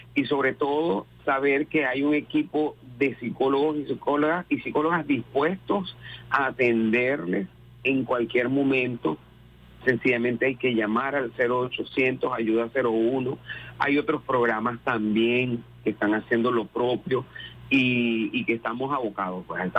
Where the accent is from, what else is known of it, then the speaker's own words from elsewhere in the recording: Venezuela; del sentido de pueblo que tenemos como venezolanos y venezolanas